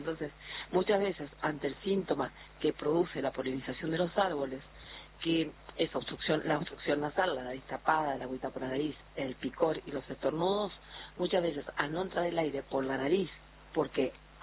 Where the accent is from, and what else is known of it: Bella Vista, Corrientes, Argentina; now in Buenos Aires, Argentina